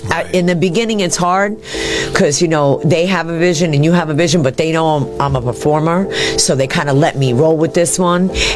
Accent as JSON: {"language": "English", "town": "New York City", "region": "New York", "country": "United States", "said": "I'm from Jamaica Avenue, that train stop, 169. So right where … all them grew up."}